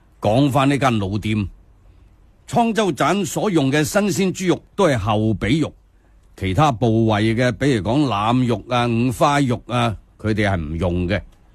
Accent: Guangzhou, Guangdong, China; 我哋广州人

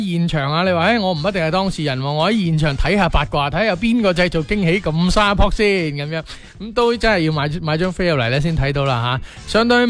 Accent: Guangdong, China; 我哋中国人啦，或者系讲紧我哋尤其广东人

